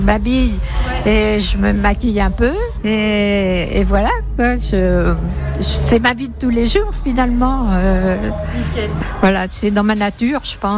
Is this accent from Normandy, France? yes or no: no; Tours, Centre-Val de Loire, France; born there; Je suis née à Tours déjà